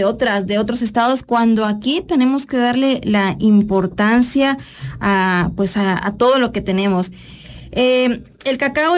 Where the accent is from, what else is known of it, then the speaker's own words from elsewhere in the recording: Chiapas, Mexico; como chiapanecos tenemos que consumir lo nuestro.